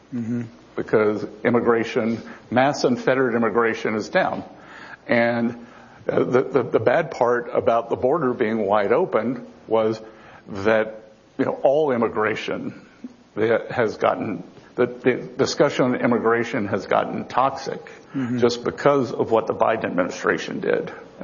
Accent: Charleston, South Carolina, United States; born or raised there

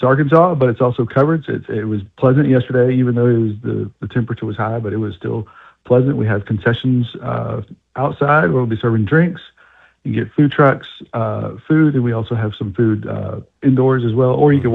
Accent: Jordan; now in United States; My home country, Jordan

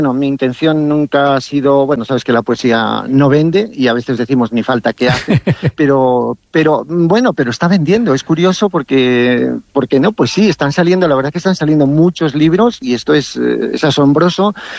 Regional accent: Castile and León, Spain; El sábado estamos en mi pueblo natal, en Muñoz Ancho

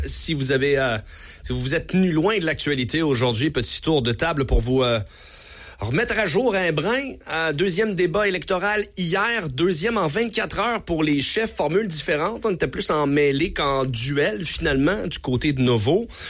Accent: Quebec, Canada; On peut pas croire que ça existe chez nous, au Québec.

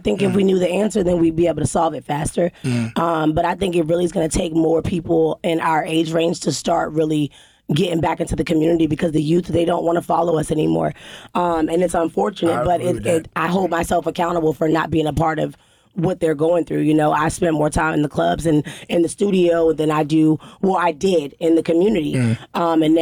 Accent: Alexandria, Virginia, United States; also born or lived in Arlington, Virginia; So I was born in Arlington, Virginia, which is Northern Virginia, but I was raised in Alexandria. Dominican part-born female

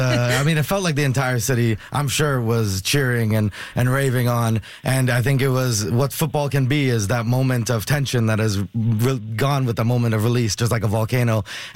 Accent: Canada; I think we have to carry this chip on our shoulder that we are the Canadian men's national team, and we can do stuff and go far in this tournament and inspire a nation

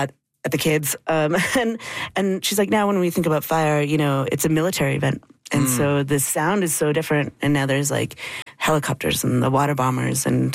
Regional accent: Edmonton, Alberta, Canada; I grew up in Edmonton, and there's a Edmonton public string program.

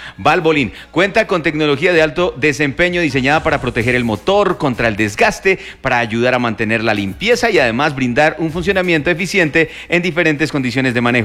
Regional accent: Colombia; porque sentimos la camiseta, porque somos colombianos, porque simplemente hoy juega la Sele y hay que apoyar a la selección.

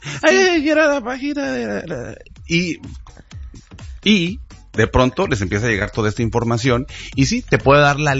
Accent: Mexico; Si somos mexicanos, nosotros ni nos damos cuenta porque pues nosotros aquí llegamos a nuestro país y no nos cobran por entrar

